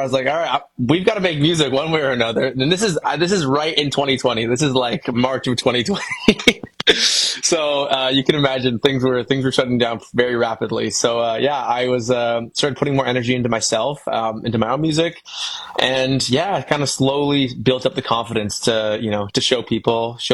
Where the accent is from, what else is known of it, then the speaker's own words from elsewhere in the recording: London, Ontario, Canada; my hometown, which is London, Ontario.